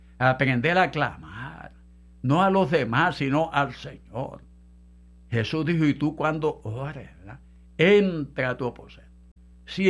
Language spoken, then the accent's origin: Spanish; San Benito, Texas, United States; Mi esposa y yo, ¿verdad?, somos de aquí de San Benito